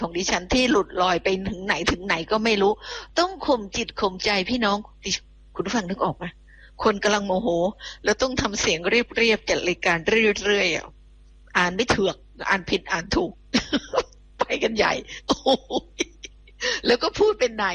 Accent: Phuket, Thailand; born there; now in Bangkok, Thailand; ดิฉันน่ะเกิดจริงดิฉันเกิดถนนดีบุกจังหวัดภูเก็ตเนอแต่ช่วงนี้ดิฉันอยู่กรุงเทพ

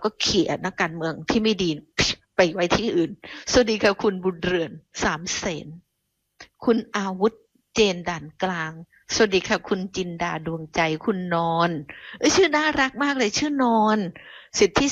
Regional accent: Phuket, Thailand; born there; now in Bangkok, Thailand; เกิดเป็นคนกรุงเทพในเวลานี้แต่จริงอ่ะดิฉันน่ะเกิดจริงดิฉันเกิดถนนดีบุกจังหวัดภูเก็ตเนอะแต่ช่วงนี้ดิฉันอยู่กรุงเทพ

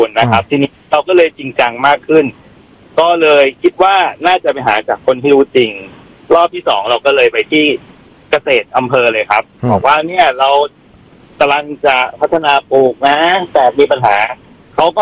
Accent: Khon Kaen, Thailand; born there; เป็นคนขอนแก่นโดยกำเนิดนะครับก็กลับมาอยู่ที่บ้าน

